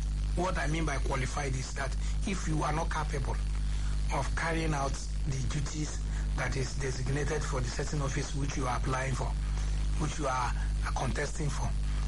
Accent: Enugu State, Nigeria; I am from Enugu State. And we just had a by-election in my senatorial district. That's Nsukka.

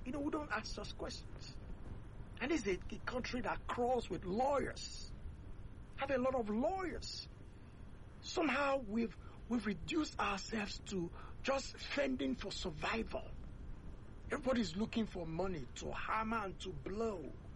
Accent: Nigeria

